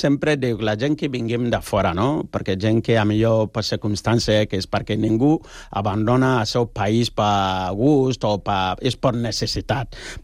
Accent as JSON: {"language": "Catalan", "country": "Ghana", "second_language": "Catalan", "lives_now": "Spain", "said": "perquè jo soc de Ghana, tu imagina que jo vinc aquí amb un taparrabo o una llança, això no és així."}